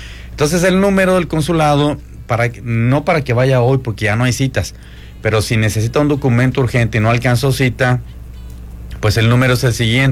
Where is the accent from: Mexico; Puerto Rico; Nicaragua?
Mexico; para nosotros los mexicanos